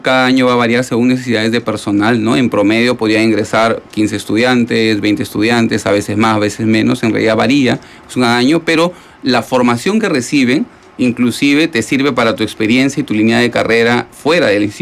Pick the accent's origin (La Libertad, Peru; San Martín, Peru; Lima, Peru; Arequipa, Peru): La Libertad, Peru; Trujillo; yo soy de Trujillo, de Universidad Nacional de Trujillo, contador